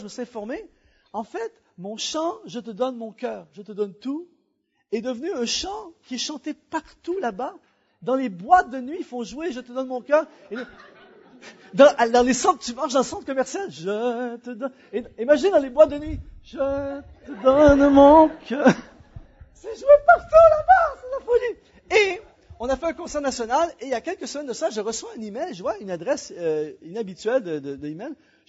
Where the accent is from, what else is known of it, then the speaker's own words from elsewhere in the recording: Quebec, Canada; Je suis retourné chez nous au Canada.